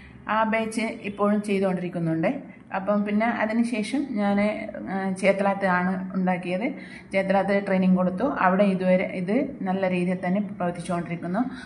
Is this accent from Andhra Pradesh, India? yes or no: yes; Andhra Pradesh, India; now in Kerala, India; ഞാൻ ആന്ധ്രത്തിൽ നിന്നാണ് വരുന്നത്.